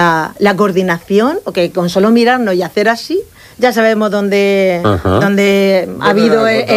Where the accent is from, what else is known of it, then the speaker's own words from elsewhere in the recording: El Palmar, Spain; nosotros que somos, bueno, del Palmar, como ya sabéis de toda la vida